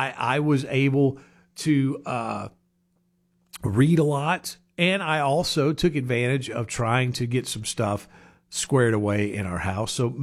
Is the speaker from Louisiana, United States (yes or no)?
yes; Louisiana, United States; moved away; I grew up and was born and raised in Louisiana